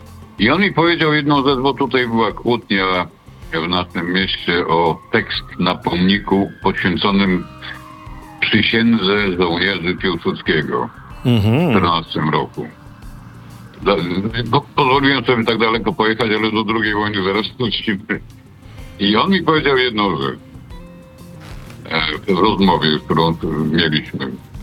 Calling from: Kielce, Świętokrzyskie Voivodeship, Poland; Ja mieszkam w Kielcach. Mm-hmm. Ja mieszkam w Górach Świętokrzyskich. To moje ukochane miejsce na ziemi.

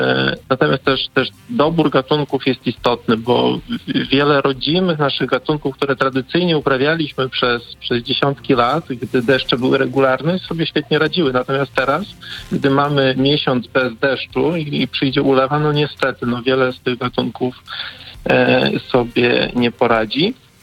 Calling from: Warsaw, Masovian Voivodeship, Poland; mieszkam w Warszawie, mam na osiedlu taki ogródek

